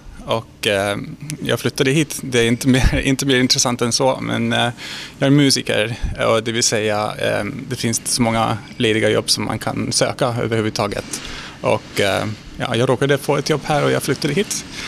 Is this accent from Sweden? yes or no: no; Cluj-Napoca, Cluj County, Romania; born or raised there; first language Hungarian and Romanian; Swedish is a second language